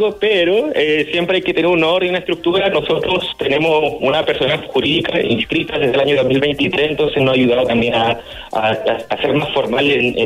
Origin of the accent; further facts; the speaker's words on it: Arica, Arica y Parinacota, Chile; born there; now in Santiago, Chile; Yo nací en la ciudad de Arica. Mi familia hace muchos años se vino a Santiago y aquí me he encontrado con una comunidad nortina bastante amplia y desarrollada